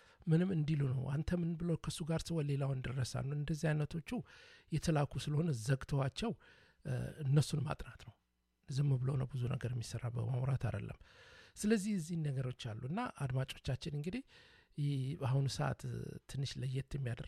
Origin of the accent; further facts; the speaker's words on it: Dire Dawa, Ethiopia; now in Vancouver, Canada; አማራ ነኝ ምንም የምጠረጠርበት የለም ነገር ግን ተወልጄ ያደኩት ነው ድሬዳዋ ነው